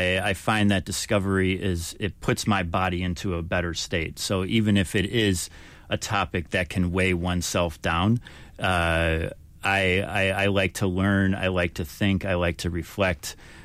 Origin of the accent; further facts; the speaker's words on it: United States; I'm an Armenian, but I'm an American Armenian. So a very different upbringing.